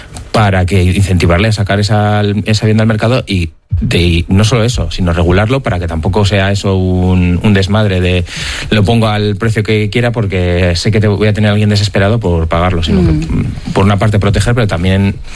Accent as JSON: {"language": "Spanish", "town": "Bilbao", "region": "Basque Country", "country": "Spain", "tie": "born or raised there", "said": "al final yo soy bilbaíno de toda la vida, soy del barrio Basurto y yo no contemplo la vida fuera de Bilbao."}